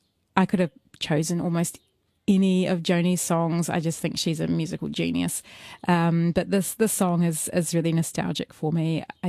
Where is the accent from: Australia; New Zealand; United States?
New Zealand; Hutt Valley, Wellington; I grew up out in the Hutt Valley. I guess I was on the right side of the tracks.